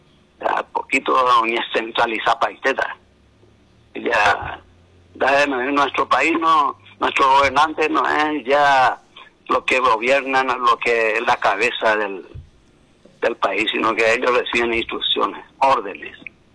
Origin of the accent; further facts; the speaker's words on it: Paraguay; born there; así como nací en el Paraguay